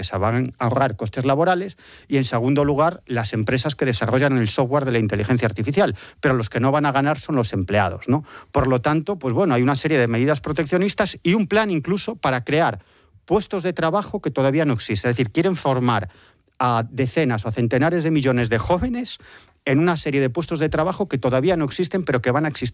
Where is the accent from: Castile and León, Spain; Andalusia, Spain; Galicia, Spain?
Galicia, Spain